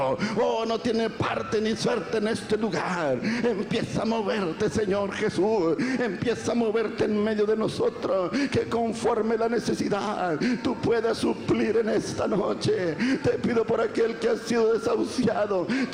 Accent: Matamoros, Tamaulipas, Mexico; yo soy nativo de la ciudad de Matamoros, Tamaulipas, México.

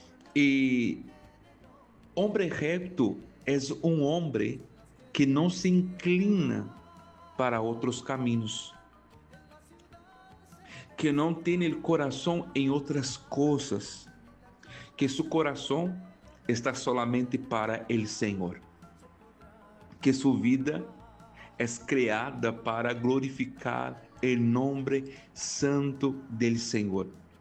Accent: Brazil; first language Portuguese; Spanish is a second language; now in Spain; yo estoy aquí sí, en España haciendo un trabajo misionero, pero yo soy brasileño. Entonces nosotros en Brasil hablamos el portugués. Nuestro idioma es el portugués y tenemos ahí, vamos a decir, un poco de dificultad para hablar el español.

